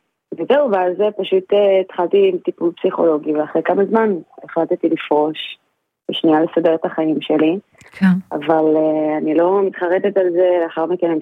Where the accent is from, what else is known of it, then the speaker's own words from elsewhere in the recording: Netivot, Southern District, Israel; now in Tel Aviv, Israel; אני בת 28, במקור אני מנתיבות, היום אני גרה בתל אביב